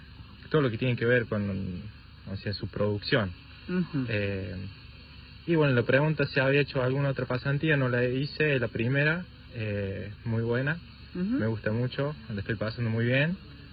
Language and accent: Spanish; Salsacate, Córdoba, Argentina; yo soy originario de Salzagate, detrás de la Sierra también.